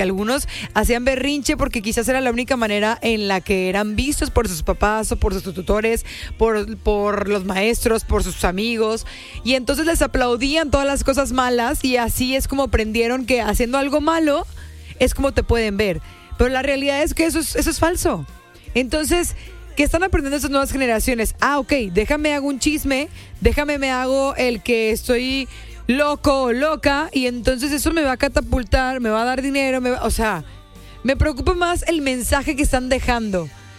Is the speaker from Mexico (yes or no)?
yes; Mexico; como buenos mexicanos, quiero pensar que nos inspiramos